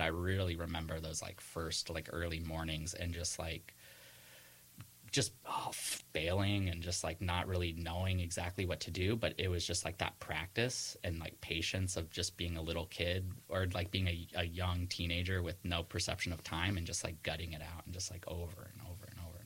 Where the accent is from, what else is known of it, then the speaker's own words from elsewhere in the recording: San Diego, California, United States; especially because I'm originally from San Diego.